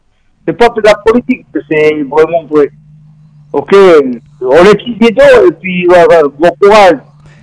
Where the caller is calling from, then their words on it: Nouméa, South Province, New Caledonia; je suis à Mouméa là.